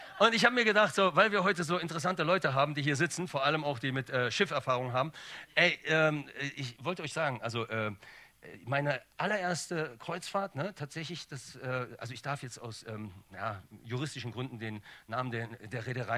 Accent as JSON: {"language": "German", "town": "Bonn", "region": "North Rhine-Westphalia", "country": "Germany", "said": "Ich komme ja aus Bonn und bin ein Ghetto-Kind, Zickerland."}